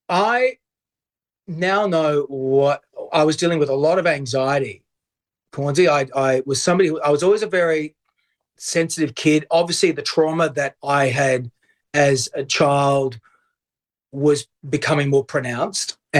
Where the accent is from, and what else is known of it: Australia; moved away as an adult